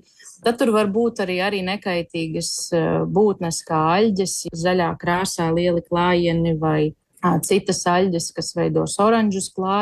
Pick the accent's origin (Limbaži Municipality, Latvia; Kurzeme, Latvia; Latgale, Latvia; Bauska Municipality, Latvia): Latgale, Latvia; Piemēram, es esmu no Latgales, un man tuvākā šāda vieta būtu šāds te mežs